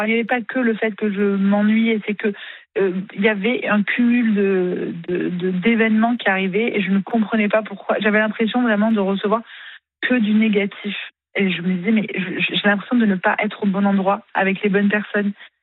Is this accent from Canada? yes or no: no; south-east France, France; en fait, je viens du Sud-Est, mais j'ai vraiment du mal avec la mentalité des gens du Sud-Est.